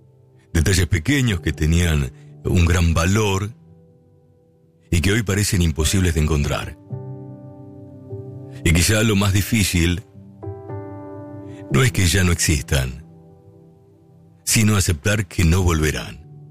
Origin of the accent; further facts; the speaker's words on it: Argentina; siempre en mi país ha existido la pasión por el fútbol